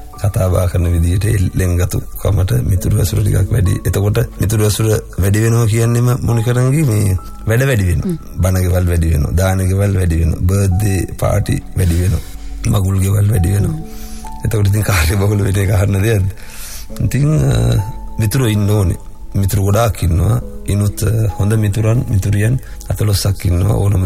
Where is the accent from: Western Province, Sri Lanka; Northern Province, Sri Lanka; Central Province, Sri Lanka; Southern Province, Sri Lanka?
Western Province, Sri Lanka; Payagala; born there; ඔහු අපේ ගම කිට්ටුව පයගල.